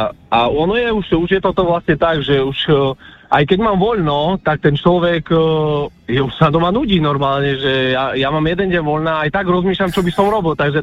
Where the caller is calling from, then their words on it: Žilina Region, Slovakia; ja som konkrétne z Oravy